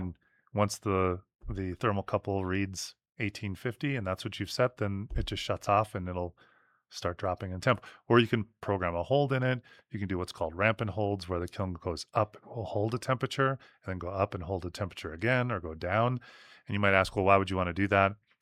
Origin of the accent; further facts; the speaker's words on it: Midwest, United States; I grew up in the Midwest